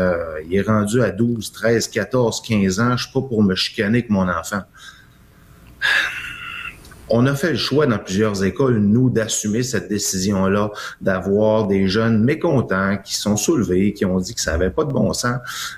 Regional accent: Quebec, Canada; je suis du Saint-Lac-Saint-Jean

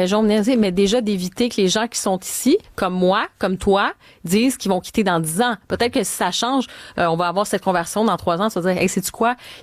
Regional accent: Montreal, Quebec, Canada; Moi j'ai grandi à Montréal, puis on a grandi, puis j'étais pas dans une grande maison là. Il y a des périodes, je veux dire, on a vécu dans des appartements à Montréal, dans des quartiers. J'ai grandi dans le quartier Côte-des-Neiges, j'ai habité à Hunsic

